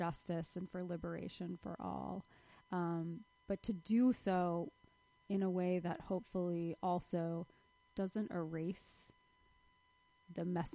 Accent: Florida, United States; being a young queer person who felt a little out of place and alienated growing up in Florida

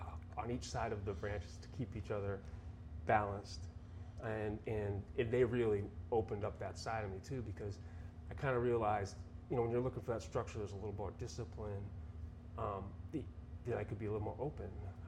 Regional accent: Taunton, Massachusetts, United States; I grew up in Taunton, Massachusetts.

